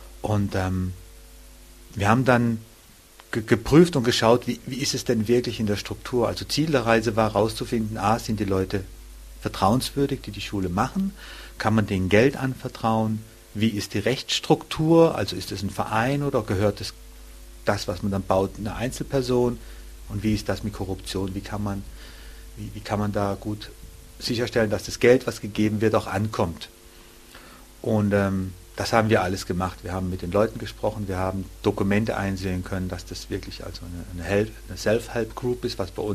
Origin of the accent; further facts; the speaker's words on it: Germany; man kommt als Deutscher nach Afrika, der noch nie in Afrika war